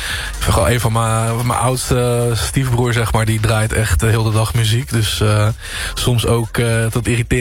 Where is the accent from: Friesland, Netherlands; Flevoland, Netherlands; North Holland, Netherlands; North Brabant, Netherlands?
North Brabant, Netherlands; Alleen wat boerenpunk voor mij voornamelijk inhoudt, is dat ik kom uit Brabant.